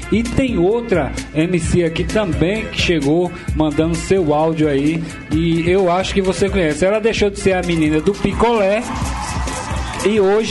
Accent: João Pessoa, Paraíba, Brazil; essa semana eu passei lá no meu bairro, no meu antigo bairro, Cruz das Armas City

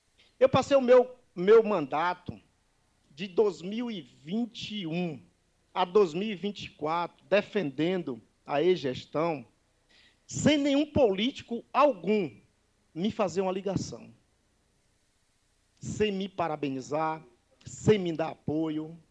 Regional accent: Bahia, Brazil; especialmente ao picado, lugar onde fui criado

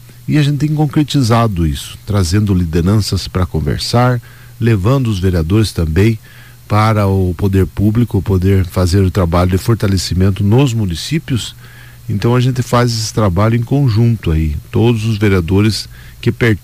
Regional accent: Fernandes Pinheiro, Paraná, Brazil; moved away as an adult; now in Ponta Grossa, Brazil; eu sou da região aqui, eu sou de Fernandes Pinheiro, muito próximo daqui, um lugar chamado Angaí. Nasci, me criei lá. E quando completei 18 anos, fui para Ponta Grossa, né?

